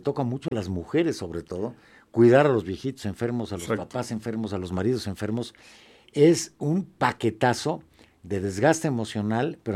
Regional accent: Mexico

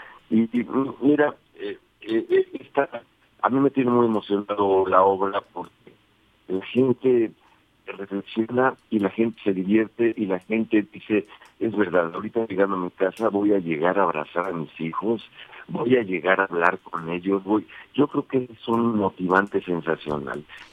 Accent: Mexico; Debe ser un orgullo como mexicano y un orgullo para Puebla.

